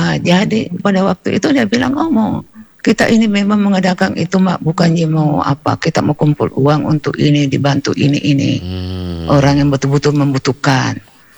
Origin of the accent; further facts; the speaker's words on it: Makassar, South Sulawesi, Indonesia; Kita juga sebagai orang Makassar, Bugis Makassar malu, karena di sana nggak ada.